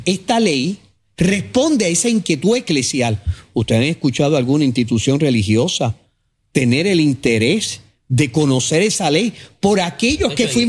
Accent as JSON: {"language": "Spanish", "country": "Puerto Rico"}